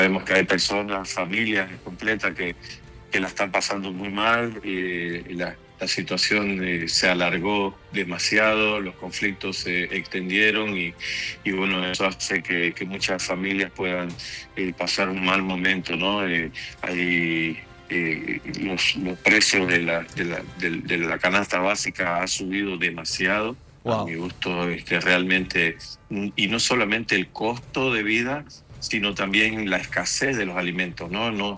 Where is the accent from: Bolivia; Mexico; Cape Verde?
Bolivia